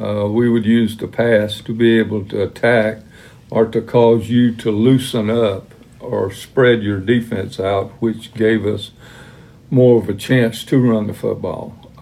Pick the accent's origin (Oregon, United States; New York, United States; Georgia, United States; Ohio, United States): Georgia, United States; I grew up in South Georgia.